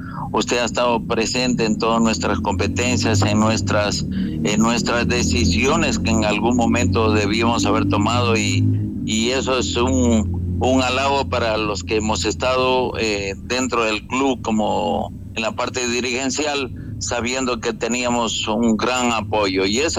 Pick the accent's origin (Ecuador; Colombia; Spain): Ecuador